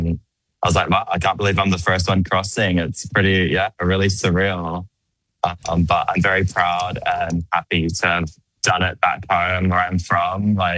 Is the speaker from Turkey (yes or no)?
no; Cook Islands; moved away as an adult; now in Australia; I'm from the Cook Islands. I grew up there and I left when I turned 18. I'm currently living in Australia.